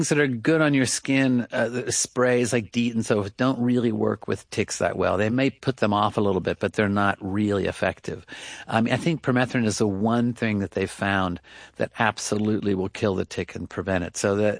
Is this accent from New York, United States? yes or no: no; Oklahoma, United States; You know, when I was growing up, I grew up in Oklahoma, and I remember the kind of primal horror of being an eight-year-old